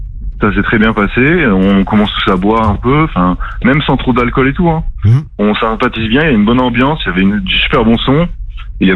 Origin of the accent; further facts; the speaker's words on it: Périgueux, Nouvelle-Aquitaine, France; now in Lyon, France; Je viens de Périgueux à la base.